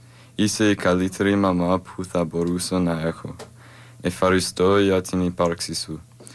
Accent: Pelion, Thessaly, Greece; We're from Pelion. It's like Volos area, like a small village near Volos.

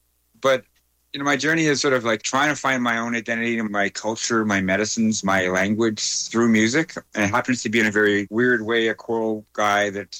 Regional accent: Winnipeg, Manitoba, Canada; My blood comes from Fisher River Cree First Nation and southern Manitoba, but I am first born and raised in Winnipeg, Treaty 1 territory.

